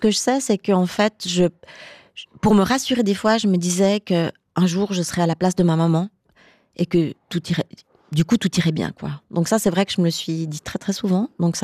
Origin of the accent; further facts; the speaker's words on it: Fribourg, Switzerland; je veux vraiment dire que je suis tout à fait fribourgeoise. Ma maman est fribourgeoise et j'ai grandi à Fribourg.